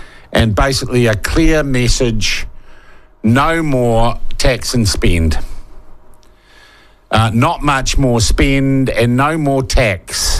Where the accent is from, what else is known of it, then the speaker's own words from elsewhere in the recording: New Zealand; I myself posted about the sense of loss I felt as a New Zealander